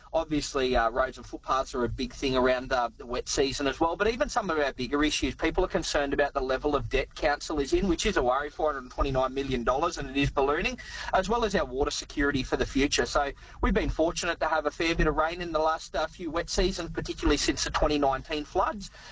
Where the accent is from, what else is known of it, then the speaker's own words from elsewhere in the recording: Queensland, Australia; I grew up in Division 1, growing up at Tamala, went to school at Rollingstone State School and then St Anthony's Catholic College at Dirigan. So my roots very much local to Division 1